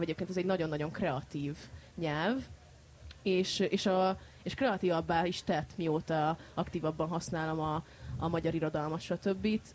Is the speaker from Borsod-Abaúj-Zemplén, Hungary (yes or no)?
no; Szentendre, Pest, Hungary; Ez nekem a gyerekkorom helyszíne, tehát hogy így én itt nőttem fel